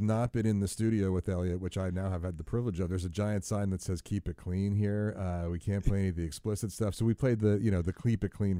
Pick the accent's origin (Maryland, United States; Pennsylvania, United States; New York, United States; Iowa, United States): New York, United States; now in New Jersey, United States; I was in the New York music scene for a long time before that, but I'm a Jersey guy now, been a Jersey guy these days, and happy to support the local Jersey. But, you know, I'm a New Yorker at heart.